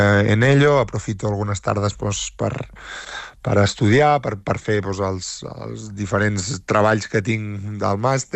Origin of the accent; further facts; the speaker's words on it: Catalonia, Spain; now in Mexico; d'on soc, de Catalunya